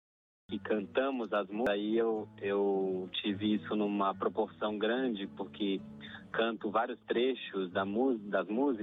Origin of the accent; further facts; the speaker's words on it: Belo Horizonte, Minas Gerais, Brazil; Eu sou mineiro, sou de Belo Horizonte.